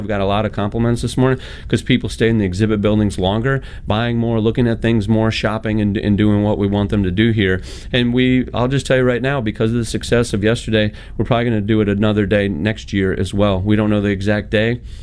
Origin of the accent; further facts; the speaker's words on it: Oshkosh, Wisconsin, United States; born there; So, you know, obviously I was born in Oshkosh, love AirVenture, volunteer up there for 37 years